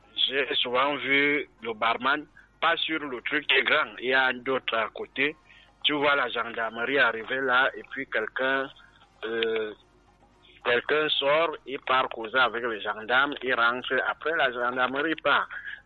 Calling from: Centre, Cameroon; Je suis en Kozoa.

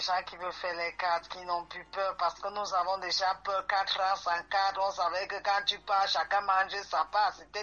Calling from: Cameroon; je suis camerounaise.

